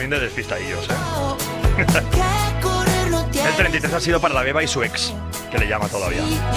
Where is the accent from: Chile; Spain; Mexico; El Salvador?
Spain; Barcelona, Catalonia; en mi tierra, en Barcelona.